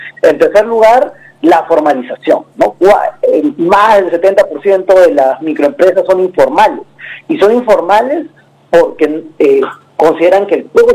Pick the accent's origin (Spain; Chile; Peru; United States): Peru; nosotros como peruanos